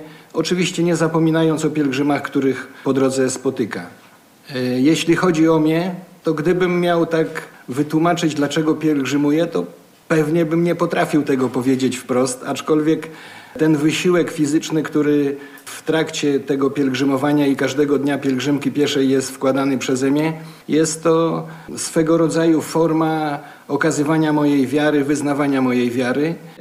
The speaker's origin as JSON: {"language": "Polish", "town": "Ciechanów", "region": "Masovian Voivodeship", "country": "Poland", "said": "Ja pochodzę z Ciechanowa i tam mieszkam, to można powiedzieć, że święty Stanisław to taki mój ziomek, bo praktycznie niecałe 20 kilometrów od mojej miejscowości jest Rostkowo."}